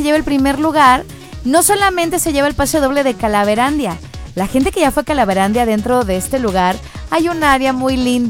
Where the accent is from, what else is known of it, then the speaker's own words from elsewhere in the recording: Mexico; así somos los mexicanos.